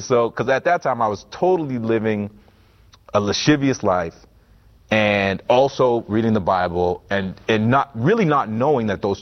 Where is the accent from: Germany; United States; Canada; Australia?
Canada; Halifax, Nova Scotia; And I got a show that was shooting in my hometown of Halifax, and it was a show about a gospel choir, again, Providence.